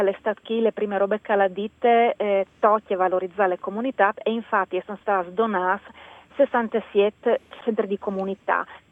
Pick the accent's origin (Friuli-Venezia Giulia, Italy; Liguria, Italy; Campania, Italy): Friuli-Venezia Giulia, Italy; Majano; Io che sono di Mayan, de frazione di San Tomas, io sono cresciuta dal centro di comunità